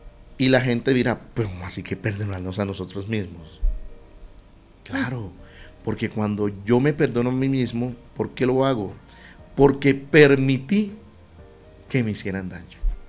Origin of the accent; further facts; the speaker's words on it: Magangué, Bolívar, Colombia; Magangué, Bolívar, que es mi tierra